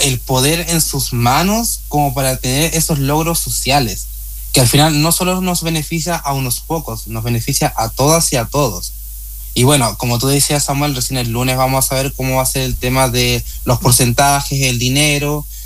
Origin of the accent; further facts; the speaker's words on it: Puerto Aysén, Aysén, Chile; yo soy de Puerto Aysén, yo tengo que viajar todos los días a Coyhaique